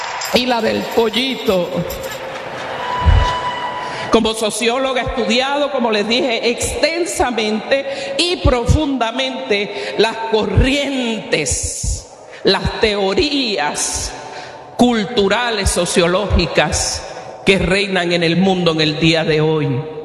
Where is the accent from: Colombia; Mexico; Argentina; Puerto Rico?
Puerto Rico; Yo soy boricua